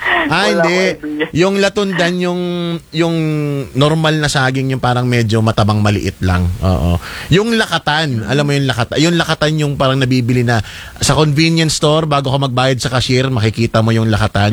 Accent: Bulacan, Central Luzon, Philippines; sa amin sa Bulacan.

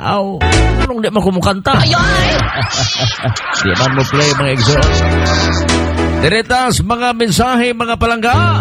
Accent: Hinatuan, Caraga, Philippines; Ako taga Hinatuan, Surga del Sur. … taga Hinatuan po, Surga del Sur.

